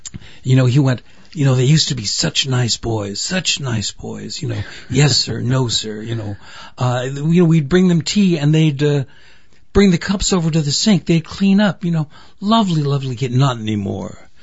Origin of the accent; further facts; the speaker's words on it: New York, United States; I grew up midtown. I grew up right near Bloomingdale's.